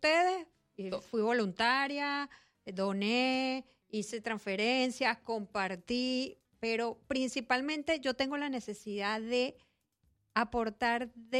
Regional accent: Venezuela; moved away; estoy como todos los venezolanos

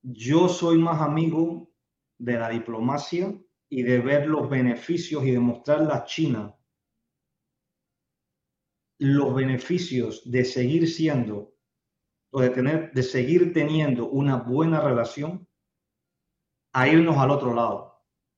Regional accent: Chitré, Herrera, Panama; Yo soy de Chitré, yo lo vivo, digamos, en mis carnes, porque yo tengo familia todavía en Chitré.

